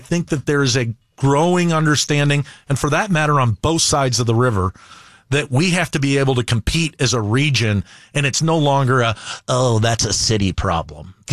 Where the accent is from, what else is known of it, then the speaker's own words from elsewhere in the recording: St. Charles, Missouri, United States; I grew up in St. Charles. People used to make fun of us. We were the backwards part of the region.